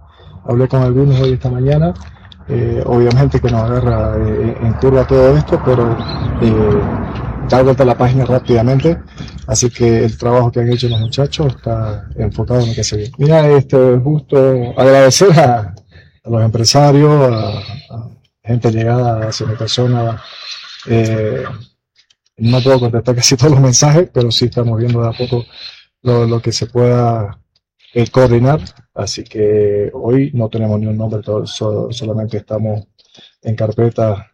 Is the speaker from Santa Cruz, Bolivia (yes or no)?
yes; Santa Cruz, Bolivia; porque yo soy de Santa Cruz y soñaba con jugar en Oriente, Blooming.